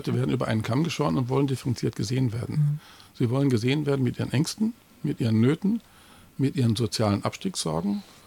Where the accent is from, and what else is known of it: Bavaria, Germany